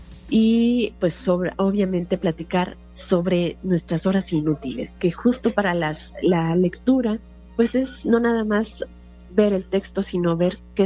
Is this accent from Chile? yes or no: no; Mexico City, Mexico; moved away; Como ustedes saben, yo soy de la Ciudad de México.